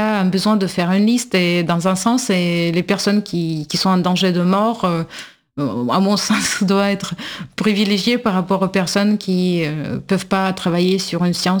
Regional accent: Russia; French is a second language; Et en tant que russe, je pense que oui, il y a aussi la question d'essayer de redéfinir ce que c'est bon, les sciences russes ou les mathématiques russes

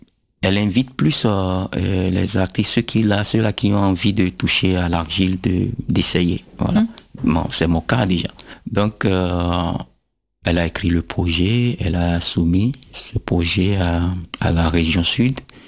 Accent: Abomey, Zou, Benin; born there; je suis né à Boumé, la terre d'Aboumé

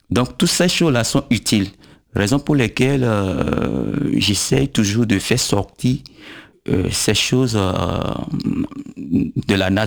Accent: Abomey, Zou, Benin; j'ai grandi à Abomey où il y a pas mal de cérémonies qui se passent

